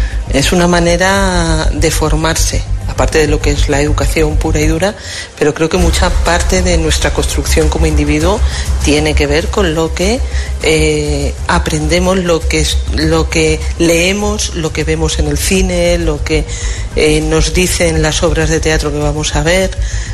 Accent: Castilla-La Mancha, Spain; born there; en mi pueblo hay unas tradiciones maravillosas que yo creo que existen, por lo menos en la zona de La Mancha.

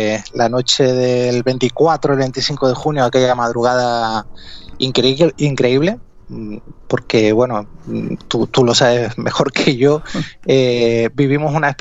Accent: Tenerife, Canary Islands, Spain; en mi caso en Tenerife, ¿no? Yo vivía y vivo en Tenerife

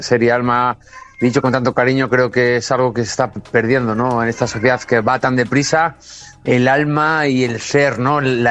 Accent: Zamora, Castile and León, Spain; moved away as an adult; yo llevaba mucho tiempo fuera de mi tierra, fuera de Zamora

